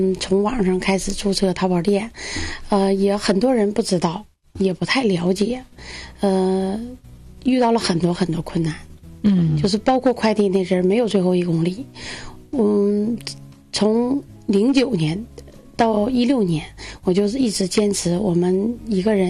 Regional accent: Jilin, China; 我们家的就是住在长白山脚下

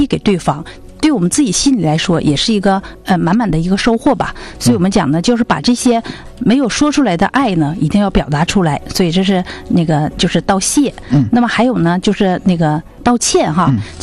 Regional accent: China; 我们中国人

